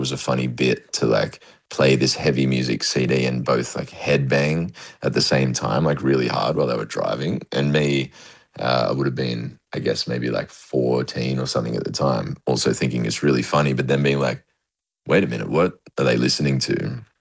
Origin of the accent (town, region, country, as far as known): Tamworth, New South Wales, Australia; born or raised there